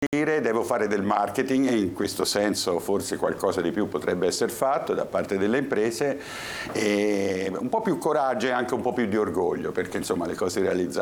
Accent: Pisa, Tuscany, Italy; now in Genoa, Italy; sono pisano.

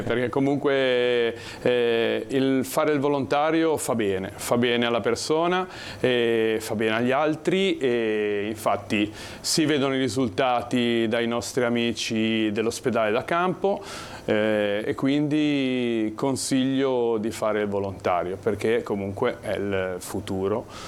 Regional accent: Genoa, Liguria, Italy

